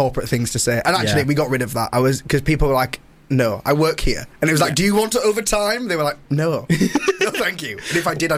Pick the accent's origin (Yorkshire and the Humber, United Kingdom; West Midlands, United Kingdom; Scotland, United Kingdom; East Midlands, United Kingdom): Yorkshire and the Humber, United Kingdom; Bradford; I'm from Bradford